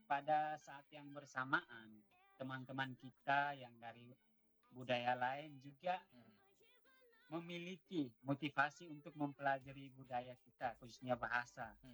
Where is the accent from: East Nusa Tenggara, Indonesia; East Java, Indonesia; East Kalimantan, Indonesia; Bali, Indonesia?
East Nusa Tenggara, Indonesia; Berbicara, berkomunikasi dengan bahasa Dawan juga itu merupakan satu simbol identitas di mana kita sebagai orang Dawan Timur. Sebagai orang Dawan Timur juga kita tidak boleh melupakan bahasa daerah atau bahasa ibu.